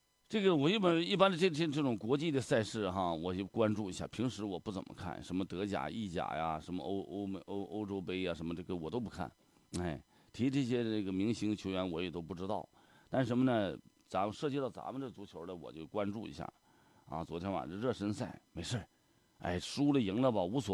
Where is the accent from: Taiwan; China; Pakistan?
China; Northeast China